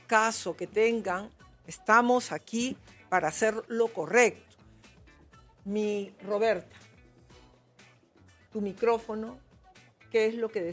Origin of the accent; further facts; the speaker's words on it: Peru; hermanos peruanos